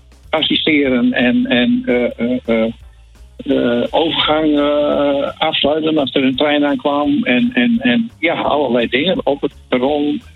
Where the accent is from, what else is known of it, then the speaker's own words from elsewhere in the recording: Beilen, Drenthe, Netherlands; born there; moved away as an adult; now in Hoogezand, Netherlands; Nou, ik ben geboren in Bijlen.